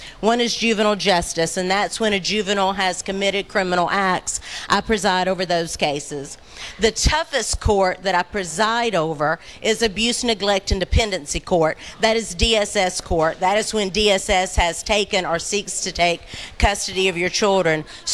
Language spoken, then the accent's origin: English; Dobson, North Carolina, United States; I grew up in Dobson, went to Dobson Elementary, graduated Surrey Central High School.